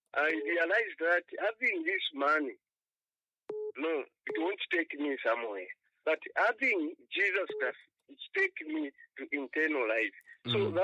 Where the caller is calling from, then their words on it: Solwezi, North-Western Province, Zambia; I'm calling from Solwezi.